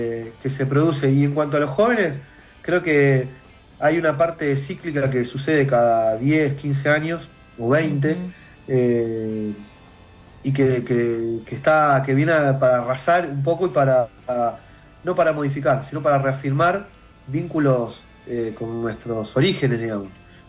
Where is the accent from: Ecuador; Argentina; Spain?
Argentina; son raíces fundamentales para nosotros como argentinos